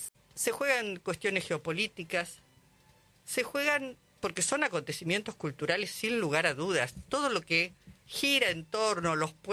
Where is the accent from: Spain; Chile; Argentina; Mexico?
Argentina; Somos raros, sí. Es cierto lo que decís, son las contradicciones propias, pero y aún con esas contradicciones yo creo que estamos atravesados por toda esa historia.